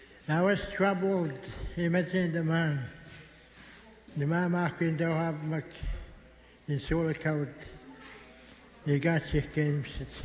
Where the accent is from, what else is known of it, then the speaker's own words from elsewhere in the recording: Manitoba, Canada; now in Red Sucker Lake, Canada; Originally, I'm from Sasago Lake, and I'm residing here in Red Sucker Lake.